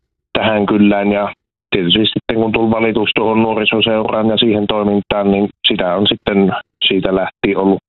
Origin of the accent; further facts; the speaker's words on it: Rääkkylä, North Karelia, Finland; born there; also born or lived in Rasivaara; Minä olen syntyisin itse asiassa tuolta Kirkonkylän kuppeista, mutta aikanaan sitten muutettiin tänne äitin kanssa. Ja meillä on tuossa koululla asuissa niin mukava yhteisö, niin sitä sitten juurtui tähän kylään